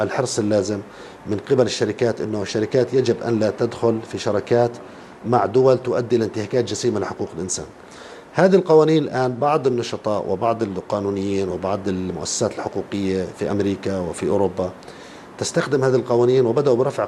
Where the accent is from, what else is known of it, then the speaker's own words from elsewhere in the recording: Palestine; واحنا احنا كفلسطينيين الان لا يوجد لدينا حقوق تحت الاحتلال.